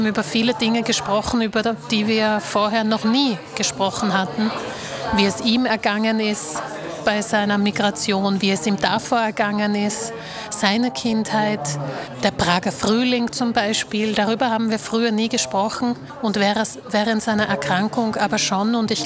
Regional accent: Slovakia; first language Slovak; German is a second language; umso mehr und mehr habe ich auch ein bisschen meine Muttersprache verlernt. Und heute muss ich mich leider schon ein bisschen anstrengen, um gut Slowakisch zu sprechen.

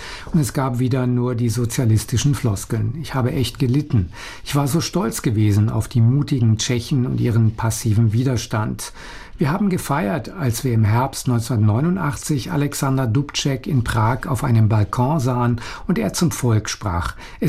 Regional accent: Heidenreichstein, Lower Austria, Austria; Erstens, ich bin in Heidenreichstein in Niederösterreich aufgewachsen, also nahe der Gre

